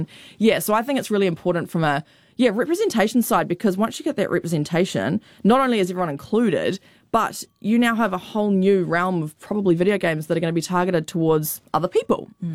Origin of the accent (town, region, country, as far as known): New Zealand